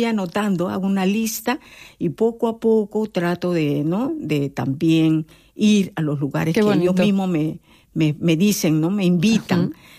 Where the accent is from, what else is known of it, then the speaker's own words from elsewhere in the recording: Peru; moved away as an adult; also born or lived in South Korea; now in Almería, Spain; una peruana que viene con su vestimenta